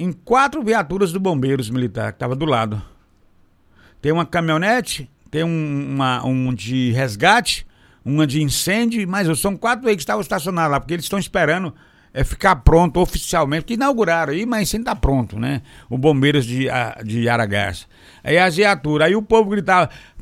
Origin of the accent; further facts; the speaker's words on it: Goiás, Brazil; now in Barra do Garças, Brazil; Não é porque eu sou goiano, não.